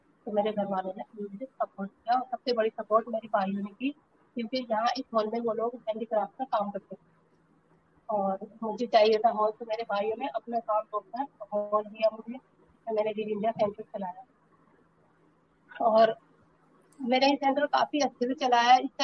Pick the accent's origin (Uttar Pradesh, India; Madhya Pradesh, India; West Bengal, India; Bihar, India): Uttar Pradesh, India; Rampur; और मैं रामपुर शहर के छोटे से मोहल्ले कलगत के रहने वाली हूँ।